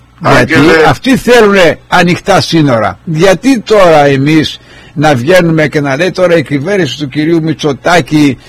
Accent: Kefalonia, Ionian Islands, Greece; Γιατί είμαι Κεφαλονίτης.

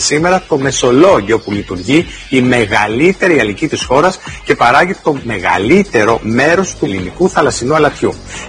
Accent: Samos, North Aegean, Greece; τον τόπο μου, τη Σάμο

